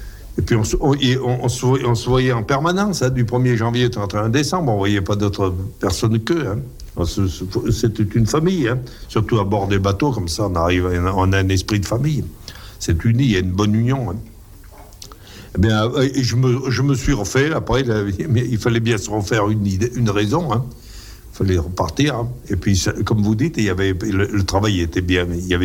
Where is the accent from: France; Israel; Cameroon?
France; Auvergne-Rhône-Alpes; J'aurais jamais cru que les Allemands fassent un massacre pareil dans notre coin, hein, chez nous